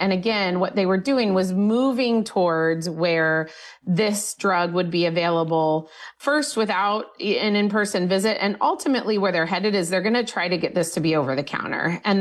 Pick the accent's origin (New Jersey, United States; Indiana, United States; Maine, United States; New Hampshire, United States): Indiana, United States; states like my home state of Indiana